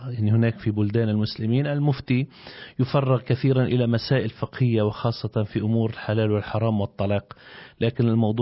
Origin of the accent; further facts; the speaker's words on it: Lebanon; عندنا في لبنان